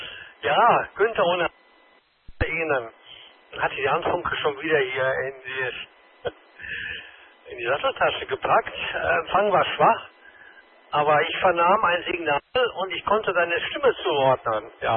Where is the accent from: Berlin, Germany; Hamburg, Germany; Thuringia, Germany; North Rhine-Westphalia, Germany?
North Rhine-Westphalia, Germany; Düsseldorf; ich bin ja Düsseldorfer